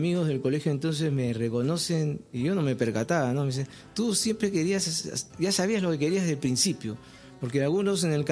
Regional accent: Lima, Peru; also born or lived in Callao; yo viví en Santa Catalina.

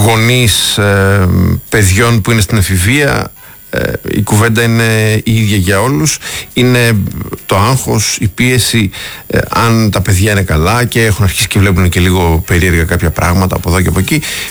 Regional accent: Greece

